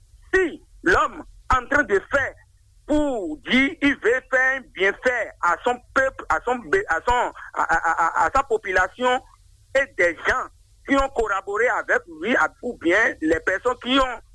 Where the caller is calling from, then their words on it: Cotonou, Littoral, Benin; Je vous appelle depuis Didier, précisément au 6e arrondissement de Cotonou.